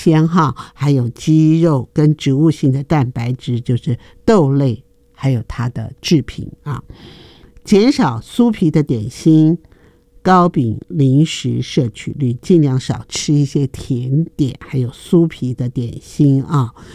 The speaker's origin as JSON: {"language": "Chinese", "country": "Taiwan", "said": "我们台湾人爱吃泡面，已经是世界闻名啊。"}